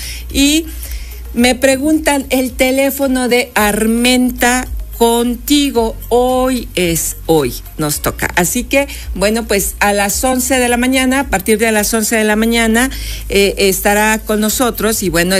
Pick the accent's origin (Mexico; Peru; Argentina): Mexico; Puebla; los primeros somos nosotros los poblanos